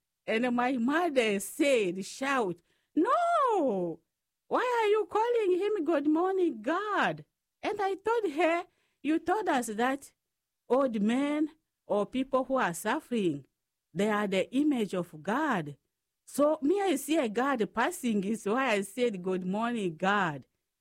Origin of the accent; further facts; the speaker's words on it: Wembonyama, DR Congo; English is a second language; moved away as an adult; also born or lived in Omaha, Nebraska; now in United States; I was born in Congo, in Africa, in a small village called Wembonyama. In that village, we do not have no electricity, no running water.